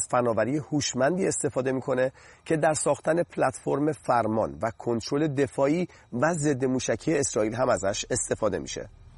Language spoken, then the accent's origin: Persian; Rasht, Gilan, Iran; من بچه رشت هستم تو شمال ایران